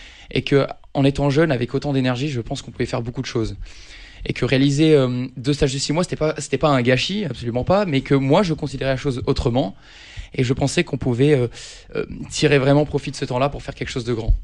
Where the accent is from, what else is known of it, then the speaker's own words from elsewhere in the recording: Aix-en-Provence, Provence-Alpes-Côte d'Azur, France; moved away as an adult; now in Lyon, France; Alors, pour parler un peu du parcours, en effet, donc moi je suis né à Aix et je suis aixois et je suis resté assez longtemps en Provence. J'ai fait mon lycée à la Cordère à Marseille, puis j'ai fait une prépa à Aix-en-Provence à Vauvenargues